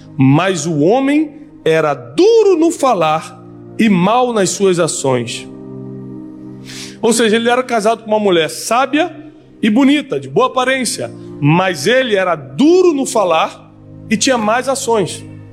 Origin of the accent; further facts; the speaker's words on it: Rio de Janeiro, Brazil; eu cresci no Rio de Janeiro.